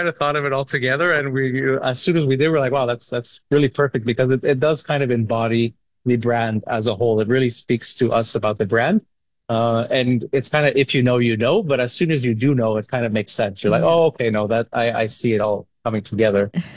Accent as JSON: {"language": "English", "town": "Montreal", "region": "Quebec", "country": "Canada", "tie": "born or raised there", "moved": "yes", "said": "the logo of Montreal, so my hometown"}